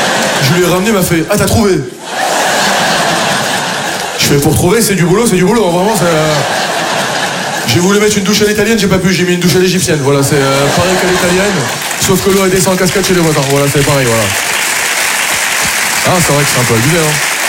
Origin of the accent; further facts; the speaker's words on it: France; Non, je suis fier de mes origines et je suis fier d'être français, moi aussi.